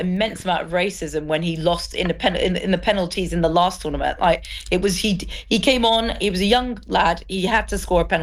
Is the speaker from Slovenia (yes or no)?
no; Portugal; moved away; I'm originally from Portugal